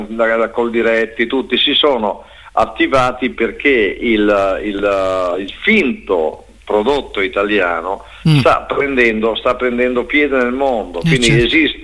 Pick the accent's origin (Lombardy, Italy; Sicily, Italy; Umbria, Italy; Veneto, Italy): Veneto, Italy; Padua; un padovano come sono io